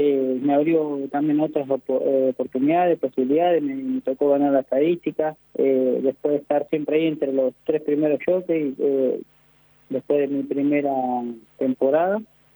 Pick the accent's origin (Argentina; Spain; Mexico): Argentina; Cuando llegué a Dubái, cuando fui a Dubái en el 2024, dije, pero ¿cómo vos sos argentino? Sí, ¿y cómo hablas árabe?